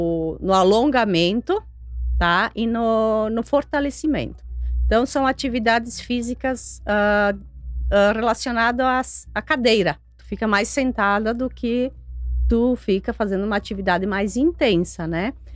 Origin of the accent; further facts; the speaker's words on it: Brazil; born there; Como eu nasci no São Peregrino, né?